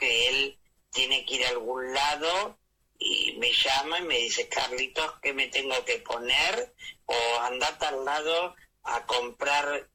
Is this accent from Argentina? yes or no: yes; Argentina; yo como soy argentino